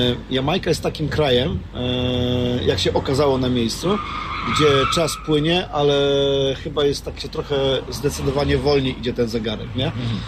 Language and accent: Polish; Jarocin, Greater Poland Voivodeship, Poland; Mówię, nie, bo jesteśmy z Jarocina.